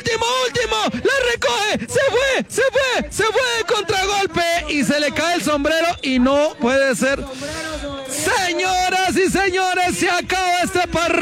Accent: Boyacá, Colombia; Boyaquito sigo siendo, boyaco de Boyacá, boyaco de mis paisanos, cuna de la libertad. Boyaquito ese soy yo, boyacense somos todos

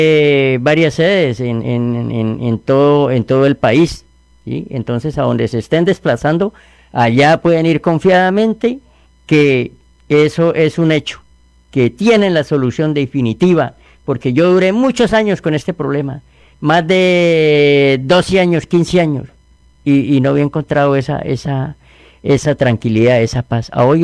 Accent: Puerto Wilches, Santander, Colombia; Yo soy de Puerto Wilches, Santander.

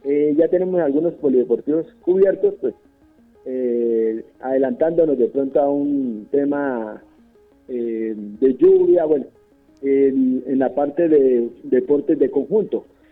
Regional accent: Colombia

